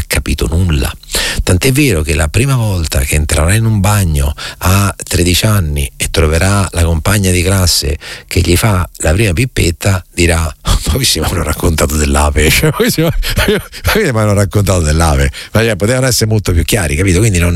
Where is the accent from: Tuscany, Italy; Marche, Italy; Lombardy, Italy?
Marche, Italy; Recanati; sarà che sono da Leopardi, da Reganati